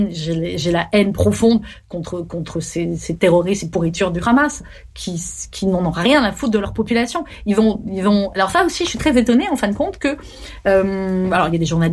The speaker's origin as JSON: {"language": "French", "country": "France", "said": "Nous, pour le Bataclan, j'ai envie de dire parce qu'on est français, évidemment qu'on a souffert."}